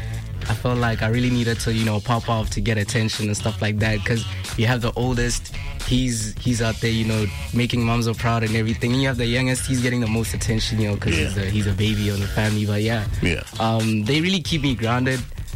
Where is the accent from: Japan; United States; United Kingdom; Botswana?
Botswana; Gaborone; also born or lived in Francistown; grew up in the city.